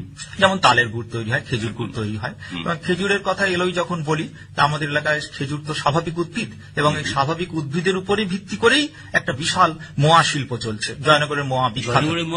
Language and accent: Bangla; West Bengal, India